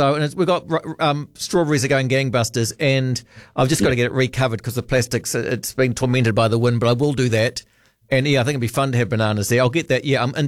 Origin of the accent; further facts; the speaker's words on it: Auckland, New Zealand; we grew up in Auckland